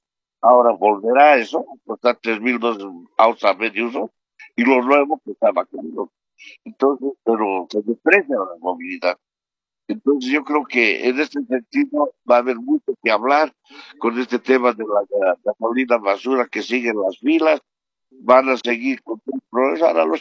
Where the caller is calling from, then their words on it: La Paz, Bolivia; Estoy llamando de aquí, de la ciudad de La Paz. Uh-huh.